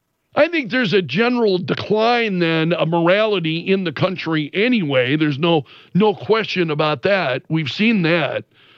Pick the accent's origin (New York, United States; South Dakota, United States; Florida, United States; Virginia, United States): South Dakota, United States; Sioux Falls; I'm from Sioux Falls. I've grown up here. You know how much I love this community.